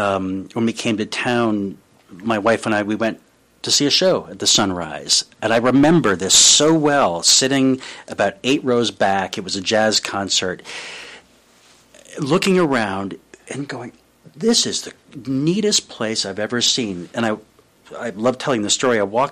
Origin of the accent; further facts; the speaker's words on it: Boston, Massachusetts, United States; I grew up in Boston, and you know, there's so much, of course, of a Northeast influence in the area too.